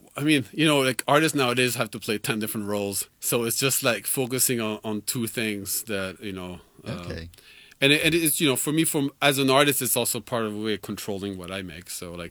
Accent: Île-de-France, France; moved away as an adult; also born or lived in rural Maine; now in United States; So I grew up in suburbs of Paris, northern suburbs of Paris. It's like very inner city-like.

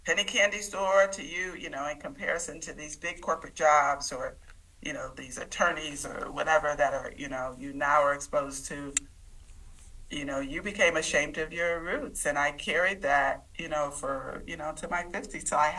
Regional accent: Indiantown, Florida, United States; We lived in Booker Park. Okay, Indiantown growing up was segregated. I mean, it became integrated, but when I was growing up, it was still segregated.

